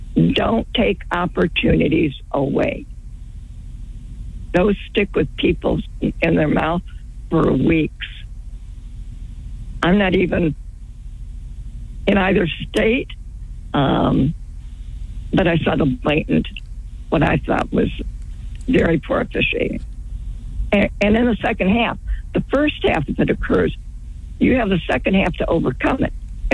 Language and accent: English; Florida, United States; also born or lived in Michigan; now, I'm from Florida. Prior to that, Michigan. I live 20 miles from U of M.